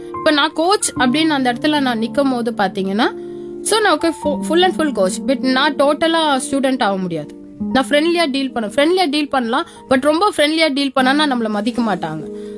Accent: India; நானும் ஒரு national champion, நானும் ஒரு இந்தியன் பிளேயர்

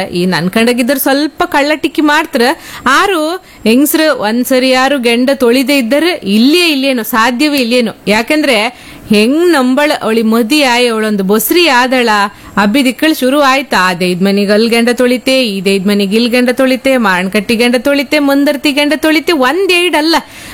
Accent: Kundapura, Karnataka, India

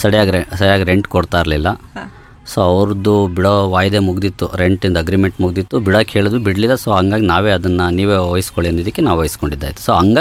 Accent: Shivamogga, Karnataka, India; ಎಲ್ಲ ಶಿವಮೊಗ್ಗದಲ್ಲೇ. 81 ಬರ್ತ್, D V S ಸ್ಕೂಲಲ್ಲಿ ಎಲ್ಲ ಸ್ಟಡಿ ಮಾಡಿರೋದು.

